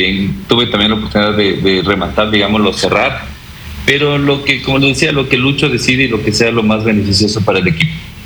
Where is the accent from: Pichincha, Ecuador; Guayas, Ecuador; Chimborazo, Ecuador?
Pichincha, Ecuador; Quito; born there; also born or lived in Ambato, Ecuador; yo nací en Ambato, pero desde muy pequeño ya vine para Quito por el tema de trabajo.